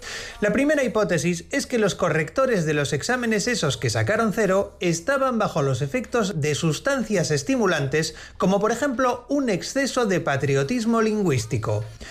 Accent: Basque Country, Spain

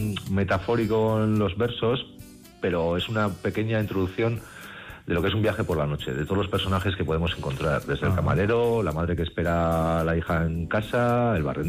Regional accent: Navarre, Spain; tengo un pequeño poemario dedicado a Navarra, a las merindades de Navarra, que, pues eso, que habla un poco de cada merindad, un poco de amor a mi tierra.

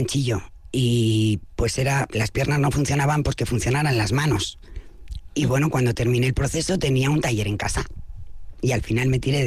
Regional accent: Barcelona, Catalonia, Spain; also born or lived in Calahorra; now in Aoiz, Spain; yo decidí venirme hacia el norte porque soy de Barcelona. Decidí venirme a vivir con mi abuela, que vivía en Calahorra. Y desde entonces pues he vivido por la zona. Aoiz llegué pues por mi marido, por amor.

